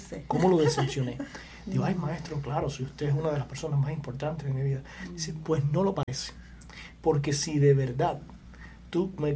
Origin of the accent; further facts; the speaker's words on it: Cuba; esto es en Cuba, yo crecí en Cuba